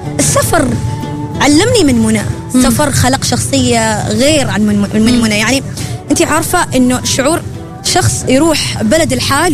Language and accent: Arabic; Oman; مجرد ما يعرفوا أنه أنا خليجية أنا عمانية